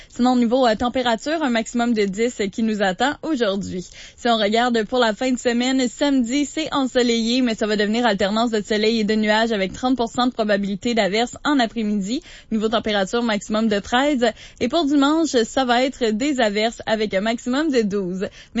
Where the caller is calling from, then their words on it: Sainte-Angèle-de-Mérici, Quebec, Canada; Je viens de Saint-Angèle, de Mérissy.